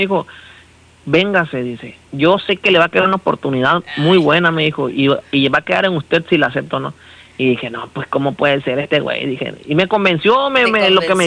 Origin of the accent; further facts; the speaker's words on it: Pijijiapan, Chiapas, Mexico; born there; Nunca se me ha dado la oportunidad de tocar en mi pueblo, ni cuando tocaba con la banda corceleña de Tuxtla Gutiérrez, tocaba con un norteño aquí en mi pueblo que se llama